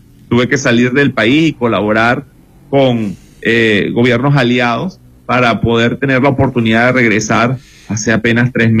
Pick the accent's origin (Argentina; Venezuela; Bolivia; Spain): Venezuela; los 38 millones que nos mantenemos acá